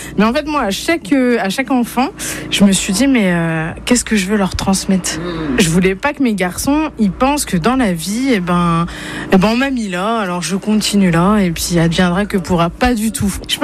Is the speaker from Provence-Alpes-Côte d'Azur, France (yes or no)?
no; Feilly, Grand Est, France; Je viens de Feilly, un tout petit village vosgien.